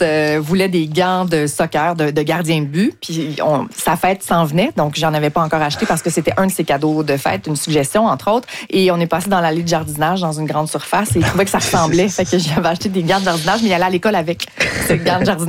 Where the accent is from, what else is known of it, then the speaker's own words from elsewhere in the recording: Quebec, Canada; Dans ma région natale de Charlevoix, il y avait un festival de la pêche à chaque année.